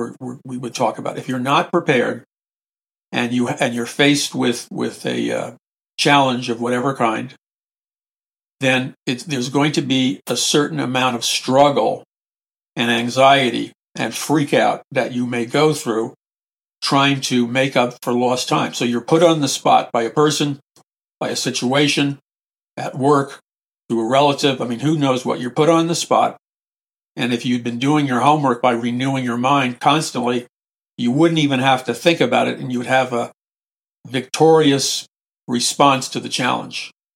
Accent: New York City, New York, United States; I grew up in New York City and nobody really drove in New York City.

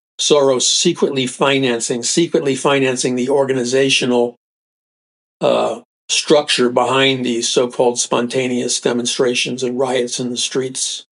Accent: New York City, New York, United States; I remember growing up in New York City, people talked very straight, a lot of people are turned off, but you know, I can't do anything about that. That's where I was raised.

